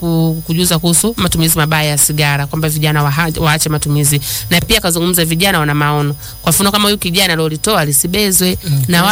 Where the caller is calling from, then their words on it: Chato, Geita, Tanzania; natokea Kwekako Chato. Mwekako Chato huko.